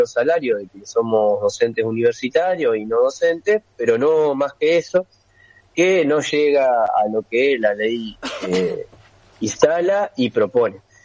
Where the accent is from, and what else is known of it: Argentina